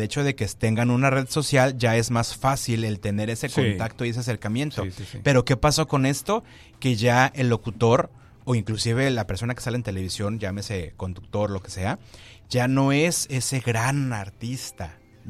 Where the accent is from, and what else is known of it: Tijuana, Baja California, Mexico; born there; accent: chilango; also born or lived in Mexico City